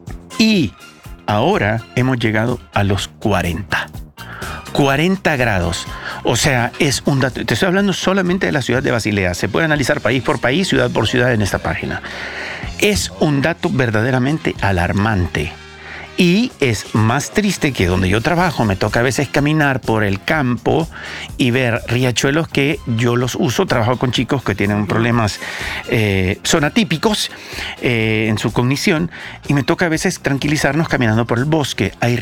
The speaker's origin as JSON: {"language": "Spanish", "country": "El Salvador", "tie": "born or raised there", "said": "Yo crecí en El Salvador"}